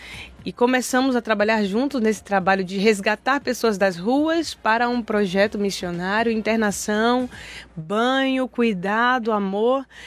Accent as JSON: {"language": "Portuguese", "region": "Bahia", "country": "Brazil", "moved": "as an adult", "lives_now": "São Paulo, Brazil", "said": "Somos nordestinos, minha mãe negra, mulher nordestina."}